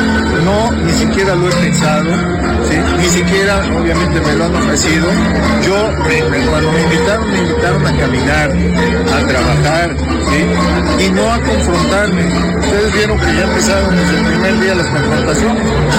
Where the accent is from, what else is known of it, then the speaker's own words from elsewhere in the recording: Puebla, Mexico; Eso es lo que a mí me mueve, es lo que me ha movido siempre como ciudadano, como poblano.